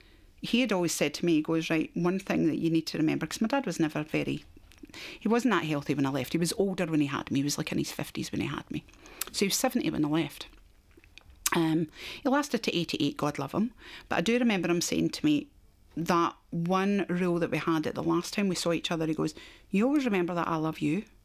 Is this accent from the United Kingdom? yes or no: yes; Scotland, United Kingdom; now in Australia; And that's what this has been to me as a Scottish family. I mean, we've all done those emergency trips home. But it's when you come back to Australia after all, you've seen your family